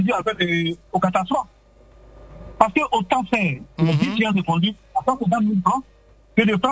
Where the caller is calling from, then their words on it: Abidjan, Côte d’Ivoire; Je vous appelle d'Abidjan.